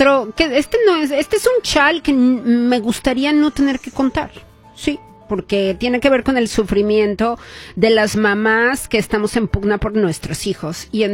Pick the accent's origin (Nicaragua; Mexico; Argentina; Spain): Mexico; Guadalajara, Jalisco; La gente de Guadalajara, pues tenemos nuestra calidad.